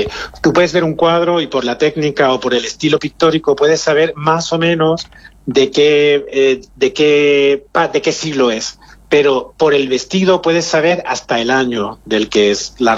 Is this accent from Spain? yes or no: yes; Cádiz, Andalusia, Spain; now in Granada, Spain; yo soy de Cádiz.